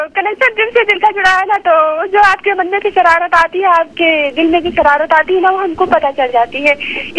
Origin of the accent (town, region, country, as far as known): Gonda, Uttar Pradesh, India